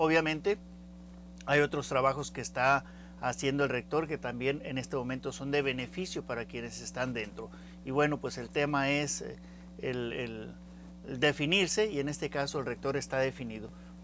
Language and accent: Spanish; Tamaulipas, Mexico; A nosotros como tamaulipecos